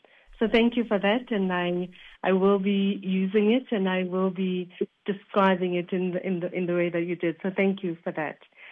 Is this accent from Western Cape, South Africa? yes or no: no; Johannesburg, Gauteng, South Africa; I come from Rockville. I'm a girl from Rockville.